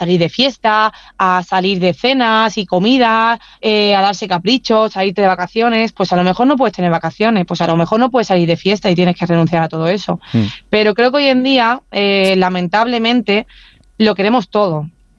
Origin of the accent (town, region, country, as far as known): Huelva, Andalusia, Spain